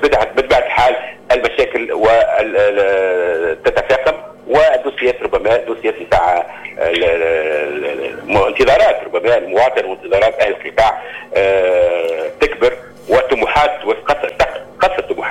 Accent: Bizerte, Bizerte Governorate, Tunisia; عندنا في بنزرت

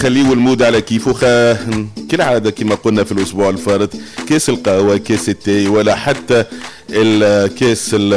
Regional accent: Tunisia; بلادنا تونس

